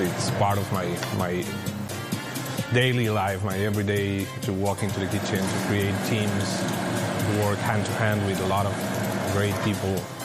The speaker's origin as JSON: {"language": "English", "region": "Mexico City", "country": "Mexico", "tie": "born or raised there", "said": "Born and raised in Mexico City. So I grew up with these flavors. I grew up with tacos in my life all day."}